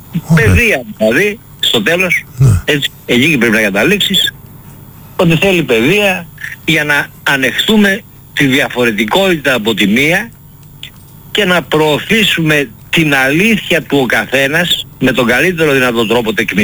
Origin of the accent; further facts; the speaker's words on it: Greece; όλοι μας έχουμε από λίγο ότι γεννηθήκαμε στην Ελλάδα